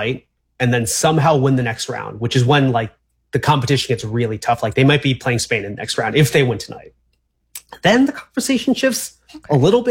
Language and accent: English; South Korea; So, I'm originally from South Korea.